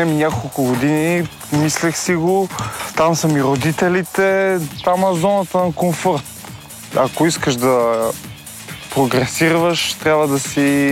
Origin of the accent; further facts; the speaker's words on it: Vratsa, Vratsa Province, Bulgaria; в моя роден град Враца, там има Балкан